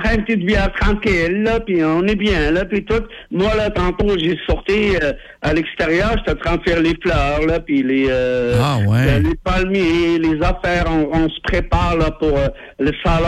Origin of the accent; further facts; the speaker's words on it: Morocco; Moi, là, je viens du Maroc, OK?